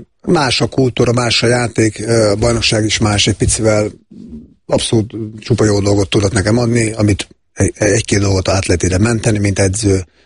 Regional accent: Hungary; now in Budapest, Hungary; utána tényleg Pesten meg próbáltam megállni a helyemet, fölkerülni, mint vidéki srác

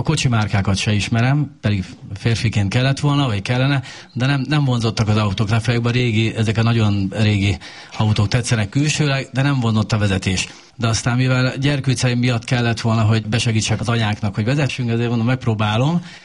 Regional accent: Szerencs, Borsod-Abaúj-Zemplén, Hungary; Mi Szerencséről származunk, Borsod megyéből

